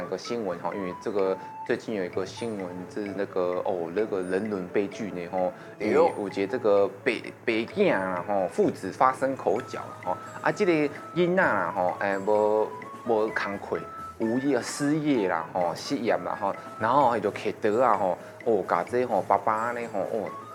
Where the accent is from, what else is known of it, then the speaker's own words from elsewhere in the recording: Taiwan; 我们这个身为台湾人代表，